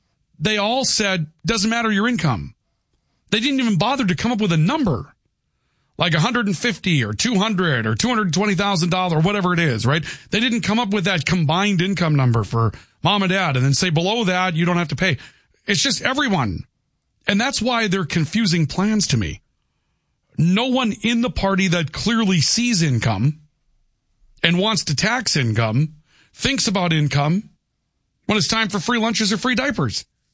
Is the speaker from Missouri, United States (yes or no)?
no; Valley City, North Dakota, United States; Sounds like Valley City 10 years ago. You take that back. Okay. You take that back, texter. My hometown is awesome. And we had running water when I was growing up and electricity.